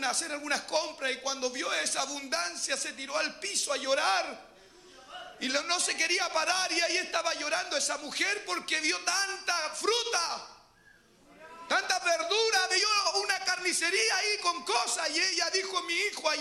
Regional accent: Chile; also born or lived in Ecuador; Señor, ¿para qué lugar estará Chile? ¿Dónde estará mi tierra?

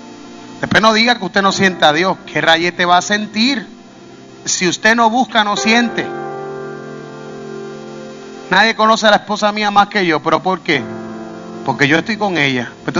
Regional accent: Puerto Rico; yo soy boricua, yo no soy Israel, yo no soy de Israel.

